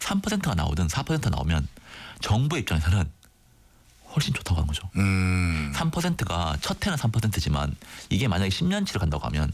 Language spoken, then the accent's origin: Korean; South Korea; 사람들은 우리 한국 개인들이나 한국 투자자들은 미국 소비자 물가 매달 나오는 거 보잖아요.